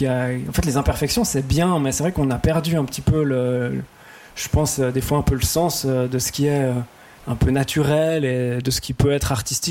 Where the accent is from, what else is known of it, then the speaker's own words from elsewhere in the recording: Fribourg, Switzerland; Ben, moi, comme je viens de Fribourg, j'ai la chance de collaborer avec une sorte de fonds de soutien pour des jeunes artistes qui s'appelle La Gustave.